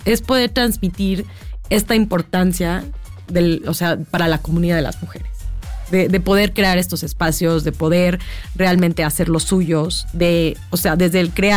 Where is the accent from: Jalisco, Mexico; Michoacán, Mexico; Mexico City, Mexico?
Mexico City, Mexico; pensándolo como chilanga